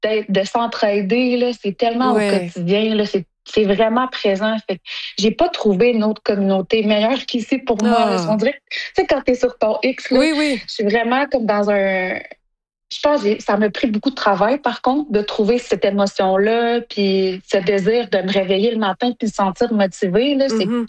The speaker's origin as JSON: {"language": "French", "town": "Sept-Îles", "region": "Quebec", "country": "Canada", "tie": "born or raised there", "also_born_or_lived": "Iqaluit", "moved": "as an adult", "said": "Ben, moi, j'ai grandi à Sept-Îles parce que j'étais avec mon père. Puis ma mère, elle a vécu de Iqaluit. Puis j'ai déménagé là quand j'avais 19 ans."}